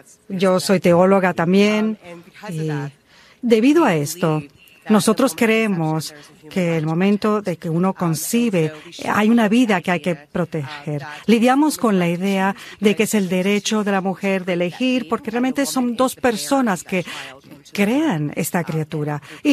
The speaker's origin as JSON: {"language": "Spanish", "town": "Brewston", "region": "Texas", "country": "United States", "also_born_or_lived": "San Antonio", "said": "Vengo de Brewston, Texas. Y también yo vengo de muchas generaciones aquí en Texas, desde la Revolución. Sí, son muy buenos tejanos."}